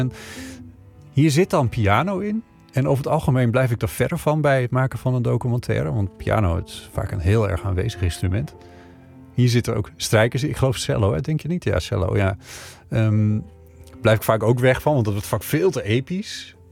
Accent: Friesland, Netherlands; vroeger toen ik klein was in Friesland op een boerderij woonde.

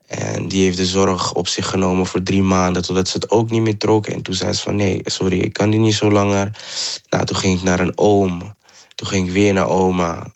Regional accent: Amsterdam, North Holland, Netherlands; omdat ik oorspronkelijk van Amsterdam ben, werd ik overgeplaatst naar een crisisopvang in Amsterdam. Daar heb ik even verbleven en toen mocht ik begeleid gaan wonen

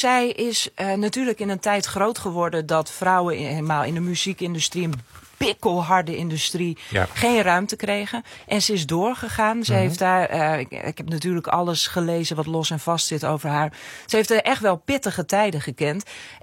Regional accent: Ameland, Friesland, Netherlands; accent: Frisian; moved away; omdat ik van Ameland kom, echt het uiterste puntje van Friesland. Mensen kunnen aan me horen dat ik uit Friesland kom, vinden ze soms ook wel wat van.

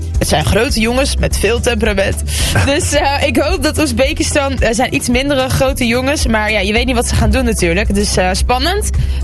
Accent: Netherlands; ik ben Congolees Nederlands. En ik probeer echt de Congolese cultuur te representen.

